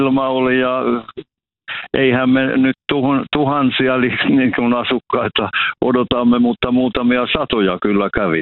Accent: Petolahti, South Ostrobothnia, Finland; Olen Petolahdesta kotoisin Etelä-Pohjanmaalta ja olen toiminut täällä kyläopettajana kyllä monena vuotena.

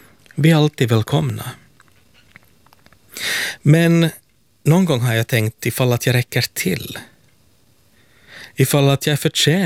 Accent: Helsinki, Uusimaa, Finland; från Helsingfors.

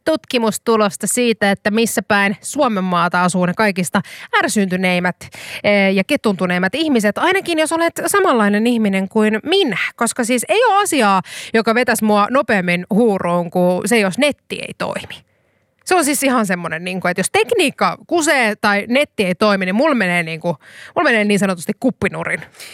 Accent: Järvenpää, Uusimaa, Finland; oma rakas kotikaupunkini Järvenpää

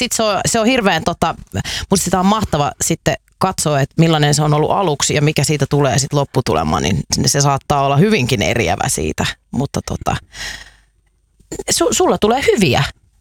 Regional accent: Kerava, Uusimaa, Finland; Me ollaan Keravalta

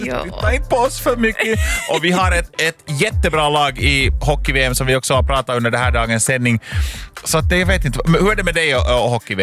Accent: Finland; att det är en ovanlig situation att vara i som finne, för att vi är liksom högt tippade i båda.

